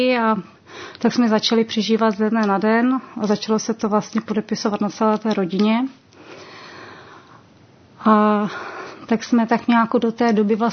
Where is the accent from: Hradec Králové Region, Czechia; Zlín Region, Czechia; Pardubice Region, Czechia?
Pardubice Region, Czechia; Vysoké Mýto; jsem z Vysokého Mýta